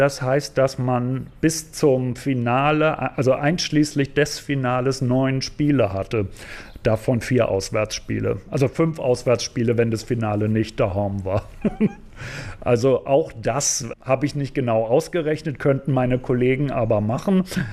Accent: Berlin, Germany; Also ich bin selber aus Berlin

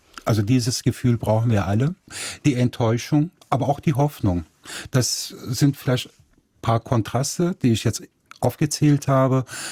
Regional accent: Nettetal, North Rhine-Westphalia, Germany; die gab es auch bei uns in Nettetal, weil mein Vater hatte die Kneipe auf der Breilerstraße, mein Onkel hatte das Bordell Jaguar im Stadtteil Bracht, das auch zu Nettetal gehört. Nettetal ist ja eine Gemeinde aus 7 kleinen Dörfern

